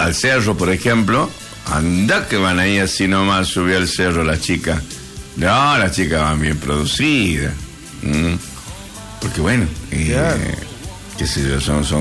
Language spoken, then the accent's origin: Spanish; Campo Santo, Salta, Argentina; moved away; mi gente allá en mi pueblo